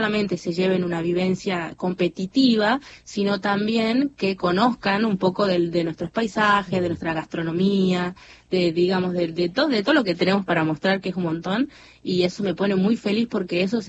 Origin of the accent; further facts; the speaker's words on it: San Miguel de Tucumán, Tucumán, Argentina; now in Yerba Buena, Argentina; Tucumán, bueno, toda mi vida viví en Tucumán capital, y ahora ahora vivo en Yerba Buena, que es como a 20 minutos de capital.